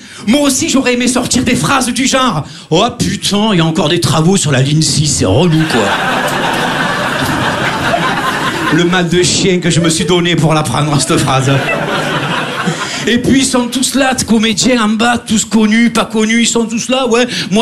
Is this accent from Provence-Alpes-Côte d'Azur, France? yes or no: yes; Marseille, Provence-Alpes-Côte d'Azur, France; accent: Marseille; Et le foot, bien sûr, on entend mon accent à chaque fois, on me parle de foot à Paris. Ah, Marseillais, ici c'est Paris.